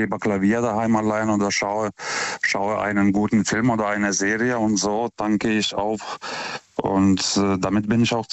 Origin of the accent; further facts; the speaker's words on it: Lithuania; now in Germany; Ich komme ja ursprünglich aus Litauen. Ich bin erst 2006 nach Deutschland g